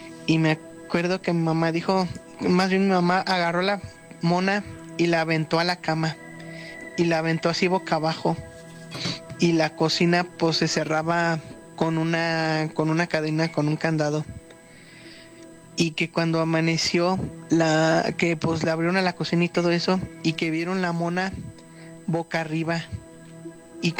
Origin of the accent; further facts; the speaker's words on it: San Francisco del Rincón, Guanajuato, Mexico; de San Francisco del Rincón, Guanajuato.